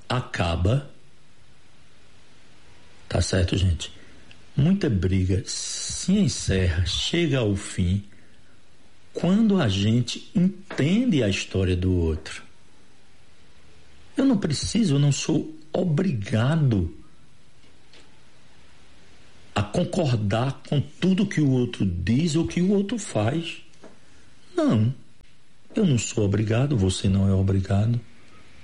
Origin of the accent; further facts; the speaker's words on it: Pernambuco, Brazil; A gente é de uma região do Agreste, do Sertão, que sofre com a seca.